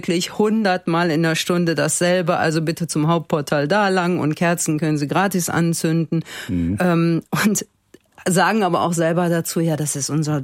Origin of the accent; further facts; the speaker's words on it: Cologne, North Rhine-Westphalia, Germany; auch als Kölnerin